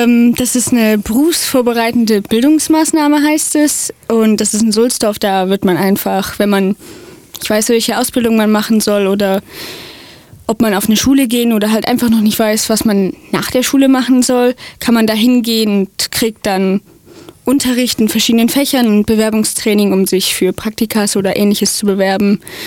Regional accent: Baden-Württemberg, Germany; ich komme aus der Nähe von Schwäbisch Hall

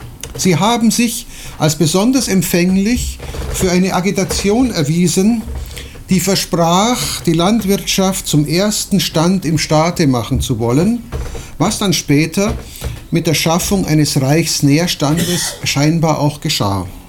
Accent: Bavaria, Germany; accent: Bavarian; now in Baden-Württemberg, Germany; Aber Sie hören es an meinem Dialekt. Ich bin mit bayerischem Migrationshintergrund hier im Ländle

